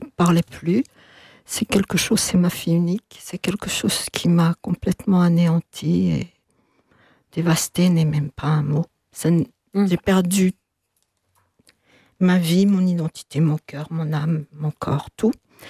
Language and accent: French; Belgium; also born or lived in Rwanda; Son papa et moi, nous sommes belges, européens, et nous étions enseignants.